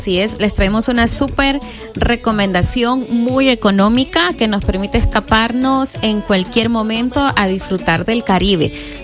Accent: El Salvador; para nosotros los salvadoreños

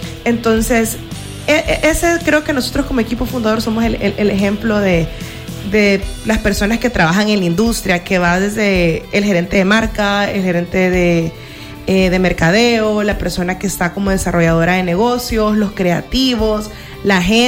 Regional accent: El Salvador

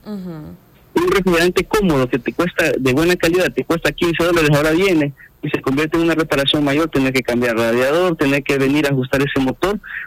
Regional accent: El Salvador

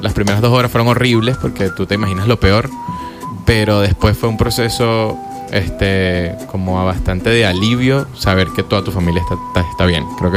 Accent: Venezuela; moved away as an adult; now in San Salvador, El Salvador; muchos de nosotros cuando nos vamos de Venezuela y pasa tanto tiempo como el que yo tengo aquí, yo tengo casi 5 años en El Salvador

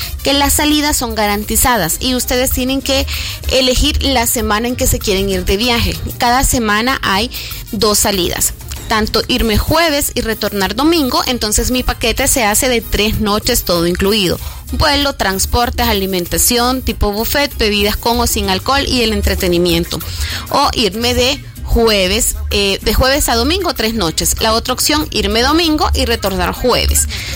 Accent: El Salvador

